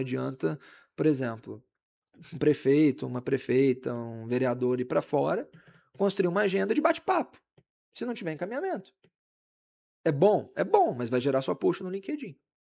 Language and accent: Portuguese; Rio de Janeiro, Brazil; é um debate com o qual eu prefiro nem entrar enquanto fluminense